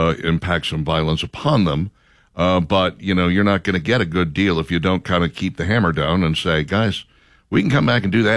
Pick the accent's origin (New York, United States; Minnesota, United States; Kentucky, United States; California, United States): Minnesota, United States; So, you know, Minnesota, home of the scammer, which I couldn't be prouder of because, you know, it's my home state.